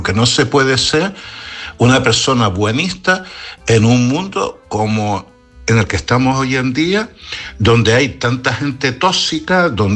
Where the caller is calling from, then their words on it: Canary Islands, Spain; desde Gran Canaria.